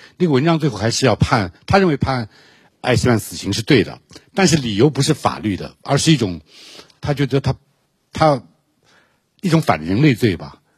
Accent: China

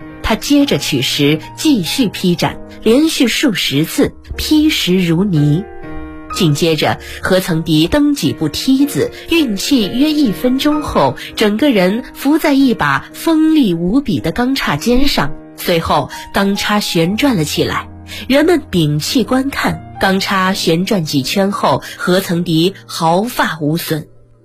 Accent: China; 青城武功要告诉大家的就是我们中国人的坚强。

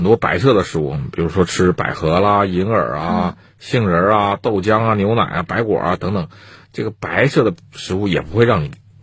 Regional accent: China; 其实我们中国人是以白为美的

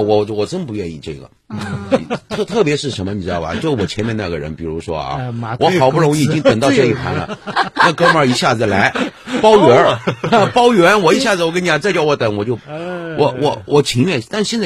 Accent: Guangdong, China; 就我们广东人啊，认为

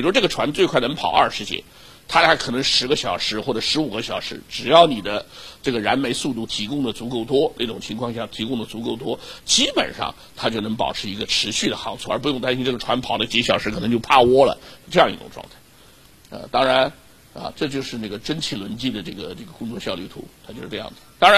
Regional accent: Shanghai, China; 我们上海话叫火头绑踢湖北

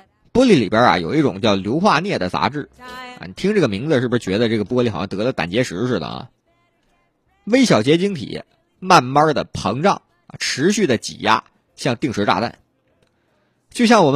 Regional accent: Northeast China, China; now in Changsha, China; 我在长沙待着吧。我这辈子都没见过啊，有一天我东北老家会比长沙热的啊。

